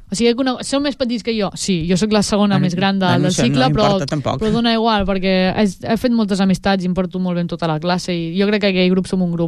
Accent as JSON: {"language": "Catalan", "town": "Breda", "region": "Catalonia", "country": "Spain", "said": "doncs me quedo en el Breda, que coneixo les jugadores, i és el meu poble"}